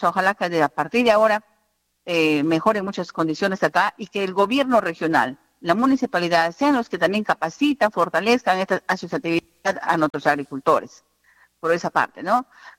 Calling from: Tonchima, San Martín, Peru; acá en Tonchima

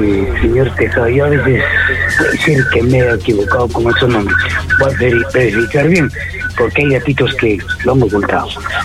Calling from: Arequipa, Peru; aquí en Arequipa

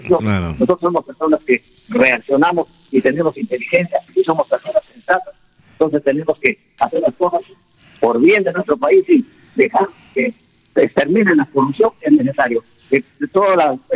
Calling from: Peru; nosotros los peruanos no somos para ser subordinados por ningún país

